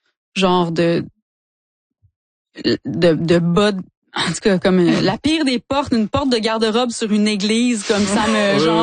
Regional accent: Quebec, Canada; born or raised there

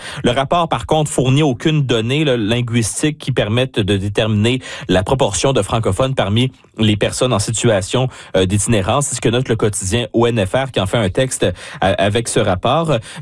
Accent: Canada; je suis originaire de la région d'Ottawa-Gatineau

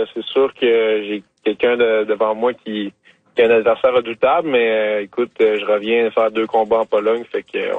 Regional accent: Saint-Éloi, Quebec, Canada; Non, moi, je suis de Saint-Éloi, Trois-Pistoles.

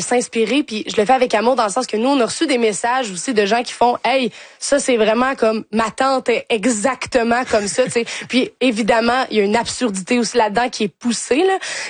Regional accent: Quebec City, Quebec, Canada; now in Montreal, Canada; moi, je viens de Québec, j'ai vu un petit peu des gens comme ça, puis je suis dans Hochelaga aussi

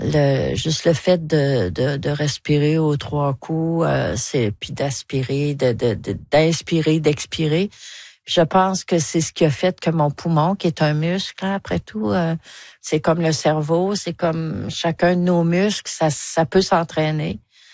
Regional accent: Rouyn-Noranda, Quebec, Canada; now in Neuville, Canada; Je viens de l'Abitibi. J'ai 74 ans. J'ai vécu mon enfance à Rouyn-Noranda. L'Abitibi, c'est un territoire de lacs et de rivières.

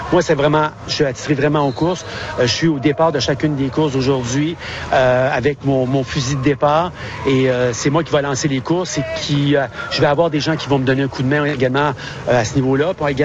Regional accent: Quebec, Canada; moved away; Moi, je suis originaire du Québec.

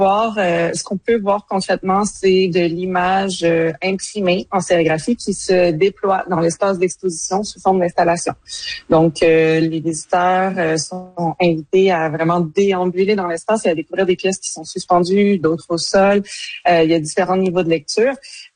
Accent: Quebec, Canada; moved away as an adult; now in Paris, France; Moi, j'ai grandi dans le Bas-Saint-Laurent, donc c'est sûr que le lieu où j'ai grandi influence aussi mon rapport à la nature.

